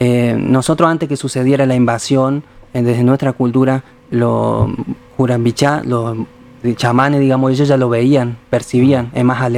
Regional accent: Caá Catí, Corrientes, Argentina; born there; now in Alta Gracia, Argentina; en mi pueblo mismo, Cacatí.

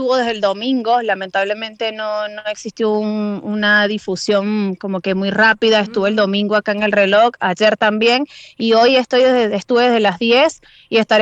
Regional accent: Venezuela; moved away as an adult; also born or lived in Córdoba, Argentina; now in Alta Gracia, Argentina; Sí, soy venezolana, tengo 9 años en la Argentina, duré 4 años en Córdoba y tengo 5 años en Altagracia.

